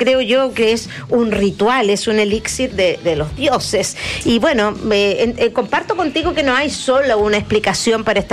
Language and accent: Spanish; Chile; Uno cuando ha viajado en todas partes, uno dice, soy chileno, y te dicen, ¡ah, vino!